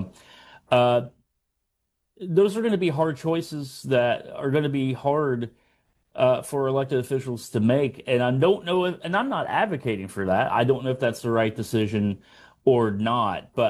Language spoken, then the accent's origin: English; Pleasants County, West Virginia, United States; I'm from Pleasants County, of course, as is Dave here.